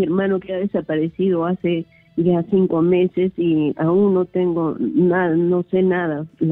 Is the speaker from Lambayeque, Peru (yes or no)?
no; Lima, Peru; also born or lived in Puno; Nosotros somos de Puno, pero hemos radicado ya desde pequeños acá en Lima.